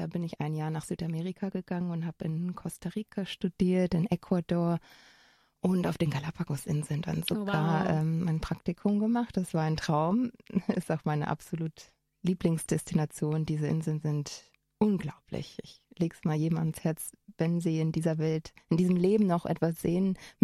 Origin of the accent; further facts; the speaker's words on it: Bremen, Germany; now in Innsbruck, Austria; Ich komme ursprünglich aus Bremen. Wie man vielleicht hört, bin ich nicht von da. Bin aber auch schon bald 15 Jahre in Innsbruck.